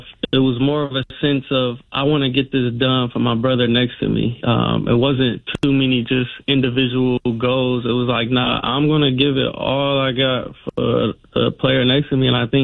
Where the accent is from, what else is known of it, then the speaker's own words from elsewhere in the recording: San Francisco, California, United States; So I actually grew up a Niner fan. I grew up in Hunters Point, which was right across the street from the old Candlestick Park Stadium.